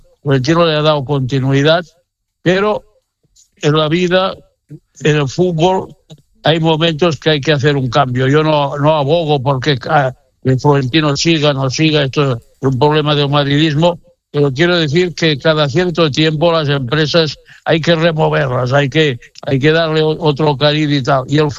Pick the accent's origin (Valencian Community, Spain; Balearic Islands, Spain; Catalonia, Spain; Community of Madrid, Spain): Catalonia, Spain; Jo estic molt enfadat com a català, molt molest de la manera que ho han fet, la veritat.